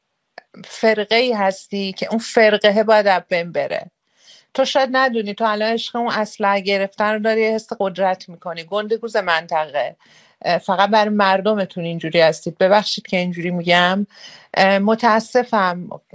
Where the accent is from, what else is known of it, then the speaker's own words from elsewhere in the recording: Rasht, Gilan, Iran; من بچه رشتم